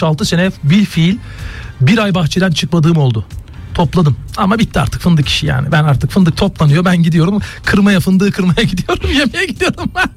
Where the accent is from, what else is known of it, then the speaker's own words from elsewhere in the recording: Giresun, Turkey; also born or lived in Istanbul; ben İstanbul'da doğdum diye İstanbul'u dedim ki, ben Giresunluyum abi.